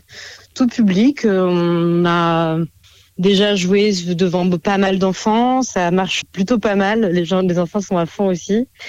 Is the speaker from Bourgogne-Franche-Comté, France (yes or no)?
yes; Besançon, Bourgogne-Franche-Comté, France; On vient de Besançon